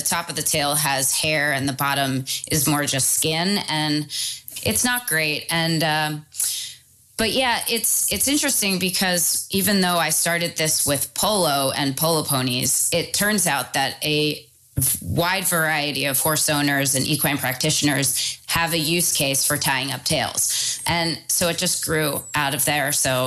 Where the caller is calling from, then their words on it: Indio, California, United States; I'm calling from Indio, California